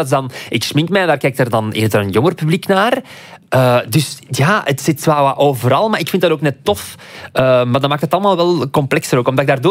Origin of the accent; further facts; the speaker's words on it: Aalst, East Flanders, Belgium; ik heb dezelfde tongval als Aaron. We zijn alle twee van het Aalsterse, van die kanten.